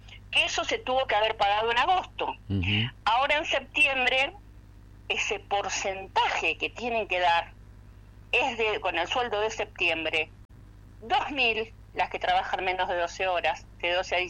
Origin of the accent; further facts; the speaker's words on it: Argentina; en la Argentina venimos después de Uruguay